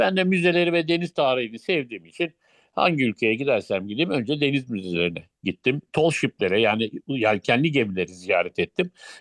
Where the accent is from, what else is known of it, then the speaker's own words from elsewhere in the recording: Ankara, Turkey; Ankara'da ben doğdum, Ankara'da büyüdüm.